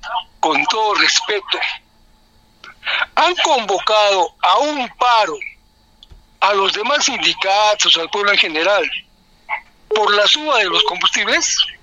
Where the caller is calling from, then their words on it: Arequipa, Peru; pues yo también soy arequipeño